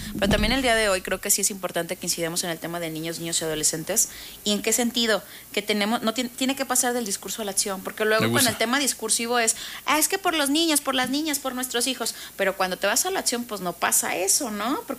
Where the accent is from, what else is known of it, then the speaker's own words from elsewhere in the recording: La Piedad, Michoacán, Mexico; yo, por ejemplo, soy de La Piedad, saludos hasta La Piedad, por cierto.